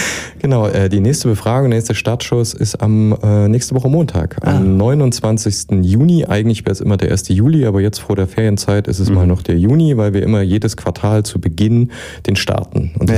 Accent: Zeulenroda, Thuringia, Germany; Und ich komme aus Thüringen, aber etwas östlicher. Und zwar komme ich aus Zeulenroda.

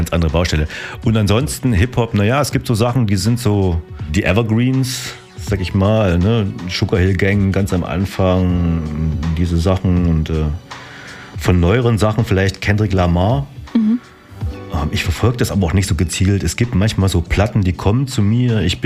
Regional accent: Apolda, Thuringia, Germany; ich komme eigentlich aus Apolda.

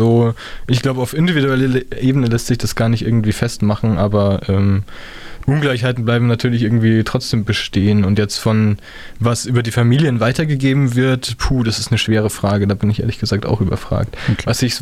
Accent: Munich, Bavaria, Germany; moved away as an adult; now in Jena, Germany; obwohl ich bin ja aus München aufgewachsen

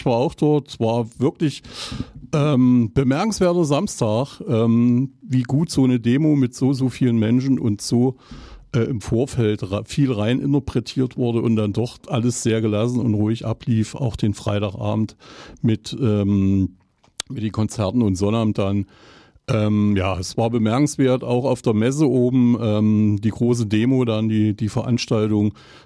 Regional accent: Eisenach, Thuringia, Germany; ich komme aus Eisenach.

